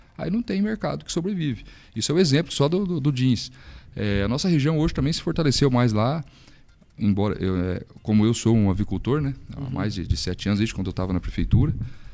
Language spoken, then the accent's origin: Portuguese; Paraná, Brazil; Nós somos brasileiros paranaenses, mas moramos em uma cidade.